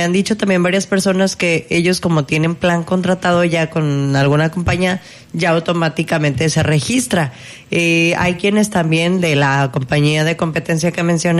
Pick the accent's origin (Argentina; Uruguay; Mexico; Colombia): Mexico